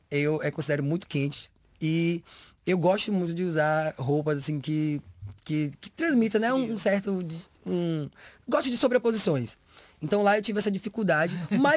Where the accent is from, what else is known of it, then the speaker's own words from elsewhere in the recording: Salvador, Bahia, Brazil; accent: Northeastern Brazilian; eu carrego a minha cidade comigo para onde eu vou. E eu amo quando eu estou em algum lugar e as pessoas falam assim, ah, você é do Nordeste, né? Porque eu sinto que a minha raiz ela está comigo, seja no sotaque, seja na expressão